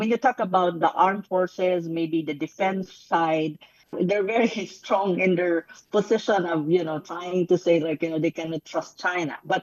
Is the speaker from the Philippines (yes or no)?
yes; Philippines; I'm a Filipino